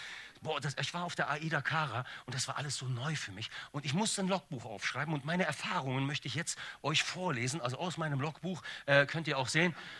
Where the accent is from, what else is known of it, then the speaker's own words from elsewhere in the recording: Bonn, North Rhine-Westphalia, Germany; Leute, ich komme original aus dem Ghetto, aus von Tannenbusch.